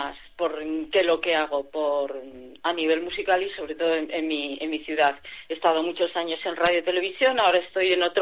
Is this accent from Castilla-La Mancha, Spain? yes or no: yes; Lagartera, Castilla-La Mancha, Spain; tenemos un concierto en Lagartera de Zarzuela, Lagartera, lo de Lagarterana, somos, venimos todos de Lagartera